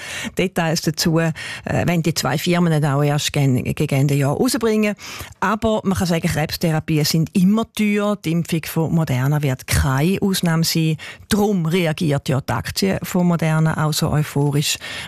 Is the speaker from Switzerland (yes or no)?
yes; Switzerland; Ja, gerade bei uns in der Schweiz. Wir sind ein Hochrisikoland, was Hautkrebs angeht.